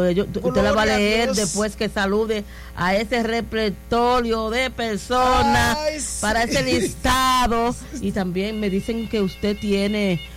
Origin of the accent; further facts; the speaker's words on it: Saona Island, La Altagracia, Dominican Republic; Yo soy de Saona, de la isla Saona. Oh, pero bueno, mi papá es oriundo de Higüey.